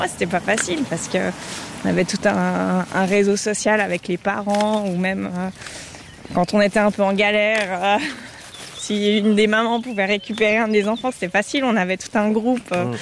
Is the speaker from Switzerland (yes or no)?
yes; Jura, Switzerland